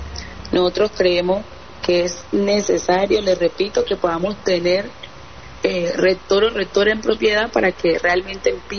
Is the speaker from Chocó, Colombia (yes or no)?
yes; Chocó, Colombia; Una joven oriunda del municipio de Quito